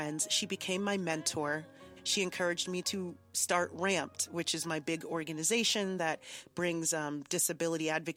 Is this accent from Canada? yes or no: no; Nigeria; now in New York, United States; my first thought was, as a Nigerian, or maybe as an Aries, or maybe as a New Yorker, my first thought was, how do I live my best life now?